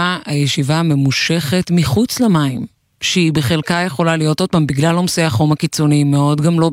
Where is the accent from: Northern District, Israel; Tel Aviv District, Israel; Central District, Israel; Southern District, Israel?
Northern District, Israel; Ginosar; born there; אני נולדתי בגינוסר, שתדע